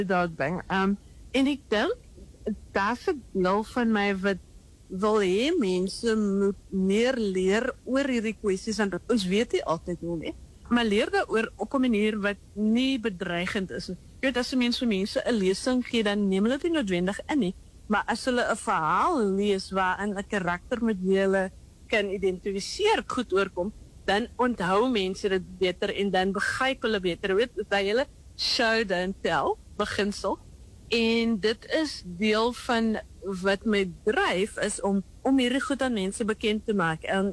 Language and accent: Afrikaans; Grabouw, Western Cape, South Africa; Ek het op Grabouw groot geword, waar ek nou weer bly, ek was vir lang tyd bly.